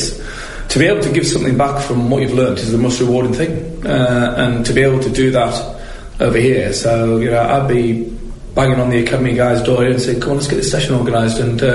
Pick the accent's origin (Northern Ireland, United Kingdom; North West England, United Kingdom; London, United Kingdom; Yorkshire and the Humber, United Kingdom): Yorkshire and the Humber, United Kingdom; moved away as an adult; now in Dublin, Ireland; I'm from Yorkshire